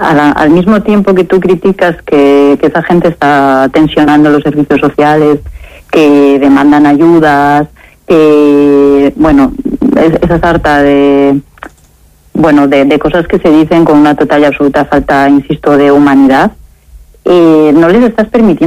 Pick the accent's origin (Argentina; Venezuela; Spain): Spain; yo soy española, quiero ciudadanos iguales